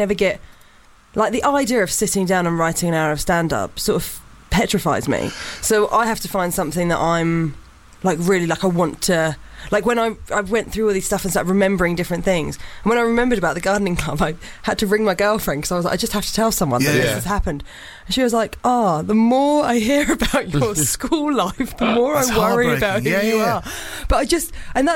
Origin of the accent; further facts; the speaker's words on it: Portsmouth, South East England, United Kingdom; I grew up in Portsmouth.